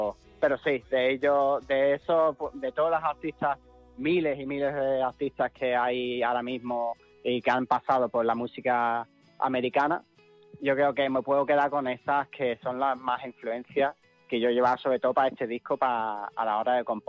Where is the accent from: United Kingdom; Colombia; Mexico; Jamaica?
United Kingdom; England; now in Huelva, Spain; Bueno, realmente norteamericano no soy inglés.